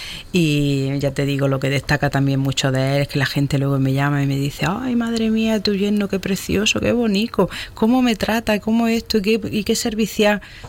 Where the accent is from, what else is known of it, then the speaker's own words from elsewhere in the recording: Pechina, Andalusia, Spain; yo soy pechinera.